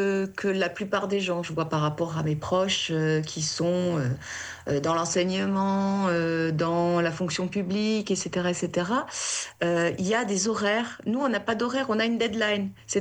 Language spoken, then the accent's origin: French; Périgueux, Nouvelle-Aquitaine, France; moved away as an adult; also born or lived in Bordeaux, France; now in Angoulême, France; Je suis née à Bordeaux. J'ai grandi à Périgueux. J'ai fait mes études de nouveau à Bordeaux. Et je me suis installée à Angoulême